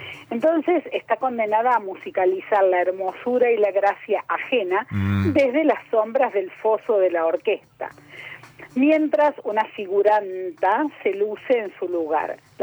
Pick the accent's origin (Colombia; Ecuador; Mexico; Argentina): Argentina; como argentinos ya estamos hechos.